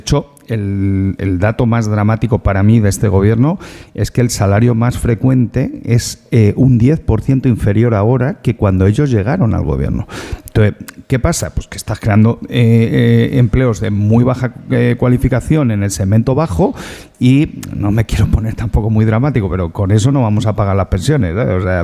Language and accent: Spanish; Alcalá de Henares, Community of Madrid, Spain; Yo soy de Alcalá, y Quevedo estaba allí en mi universidad también